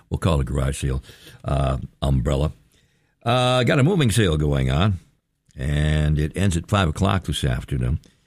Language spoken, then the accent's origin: English; Michigan, United States; Never sure, because I'm from Michigan. See, so I have no Scandinavian background in my blood at all.